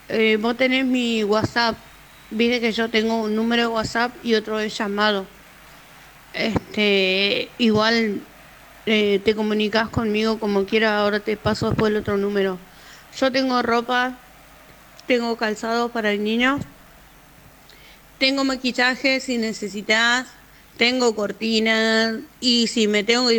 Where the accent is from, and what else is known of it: Buenos Aires, Argentina